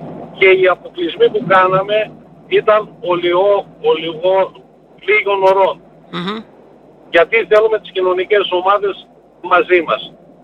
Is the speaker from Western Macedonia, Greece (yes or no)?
no; Serres, Central Macedonia, Greece; Είμαι από τις Σέρες, ένα νομό ο οποίος έχει πολλά τριφύλια, είχε και μεγάλη κτηνοτροφία